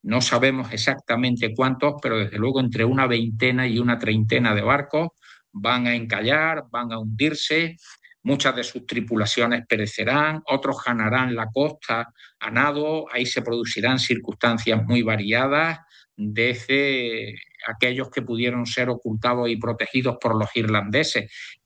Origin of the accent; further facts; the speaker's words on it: Spain; los historiadores españoles le hemos prestado poca atención